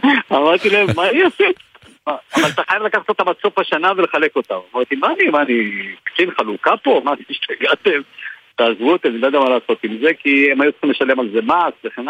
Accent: Northern District, Israel; אני גדלתי בצפון דרך אגב, אני נולדתי במושב בליעזר וגדלתי והתחנכתי שם.

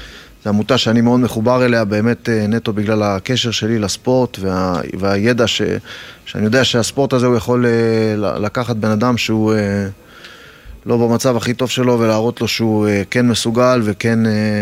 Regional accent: Arad, Southern District, Israel; born there; moved away; תושב אותה עיר שאני נולדתי בה, תושב ערד

